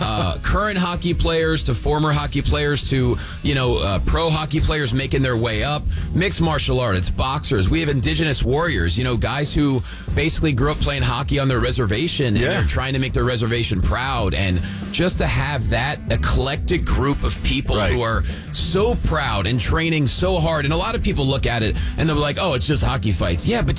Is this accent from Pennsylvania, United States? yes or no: yes; Northampton, Pennsylvania, United States; Well, basically Lehigh Valley, Pennsylvania. So Northampton, to be exact.